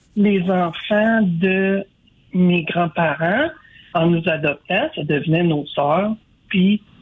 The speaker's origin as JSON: {"language": "French", "town": "Ottawa", "region": "Ontario", "country": "Canada", "tie": "born there", "said": "On est nés à Ottawa, puis ils nous mettaient à la crèche pour être adoptés."}